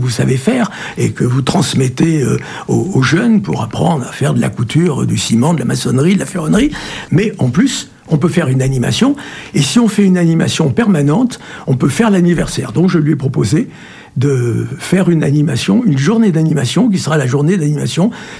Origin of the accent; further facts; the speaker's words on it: Périgueux, Nouvelle-Aquitaine, France; born there; now in Grignols, France; Alors moi je suis né à Périgueux et je vis maintenant, je me suis déplacé plusieurs fois à Périgueux, mais étant à Grignol, c'est jamais qu'à 5 km de Neuvik.